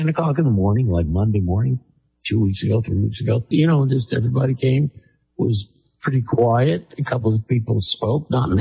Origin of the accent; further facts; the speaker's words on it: New Jersey, United States; because I'm from New Jersey